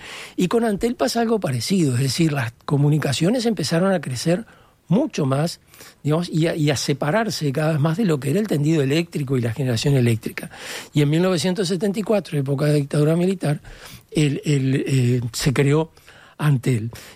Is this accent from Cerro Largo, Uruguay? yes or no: no; Fray Bentos, Río Negro, Uruguay; yo soy de Fray Bentos